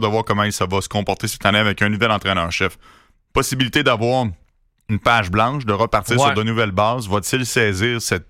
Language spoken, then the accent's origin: French; Quebec, Canada; Je suis canadien-québécois, oui